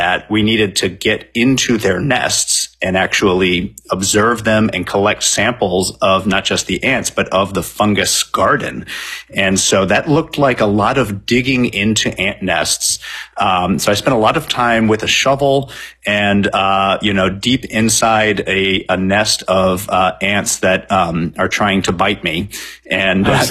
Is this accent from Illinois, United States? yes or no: yes; Champaign-Urbana, Illinois, United States; which I had that as a kid, you know, growing up in Champaign-Urbana.